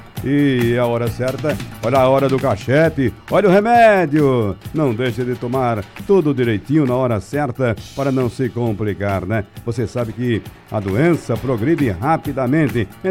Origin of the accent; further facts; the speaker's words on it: Jupi, Pernambuco, Brazil; Alô, Jupi, minha terra querida.